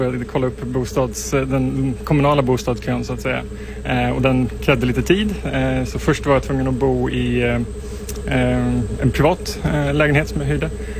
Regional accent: Västerås, Västmanland County, Sweden; also born or lived in Växjö / Landskrona / Lund; Jag kommer från Västerås ursprungligen.

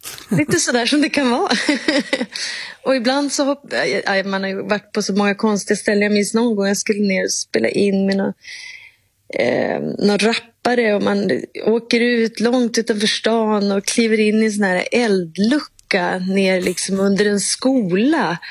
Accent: Umeå, Västerbotten County, Sweden; Och jag är ju från Umeå.

